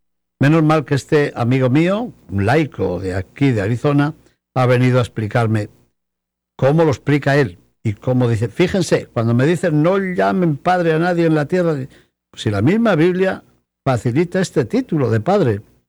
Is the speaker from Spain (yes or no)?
yes; Palazuelo de Órbigo, Castile and León, Spain; Yo recuerdo la llave de la casa donde me crié, en Palazuelo de Órbigo, era bastante grande.